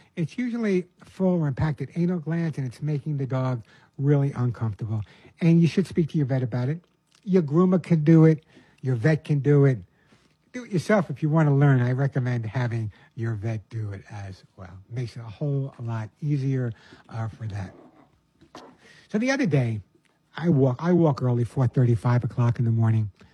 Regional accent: Bronx, New York, United States; born or raised there; also born or lived in Long Island

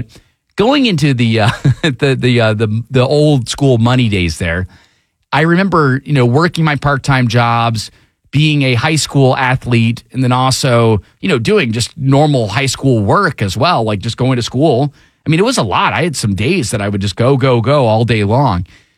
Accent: Fayetteville, Georgia, United States; Fun Spot America, located down in my hometown, Fayetteville, Georgia, officially announced that it will shut down for good on August 2nd.

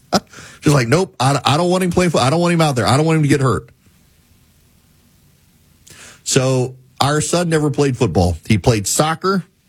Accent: Nebraska, United States; When I was growing up in Nebraska, detasseling corn was a rite of passage.

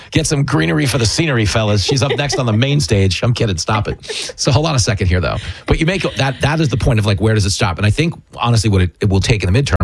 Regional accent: Levittown, United States; where I grew up in Levittown, we were drinking beer in like sixth grade.

